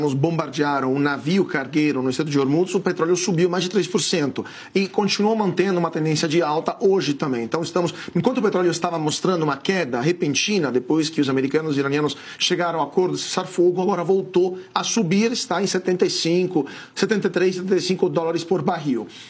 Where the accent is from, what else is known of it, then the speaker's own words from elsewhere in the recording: Italy; now in Brazil; enquanto brasileiro, enquanto italiano